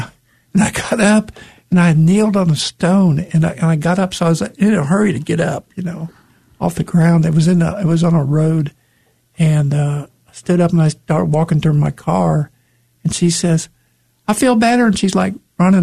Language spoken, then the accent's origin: English; Cincinnati, Ohio, United States; now in Birmingham, United States; I'm from Cincinnati, Ohio, and I moved to Birmingham in 1982, so 44 years ago.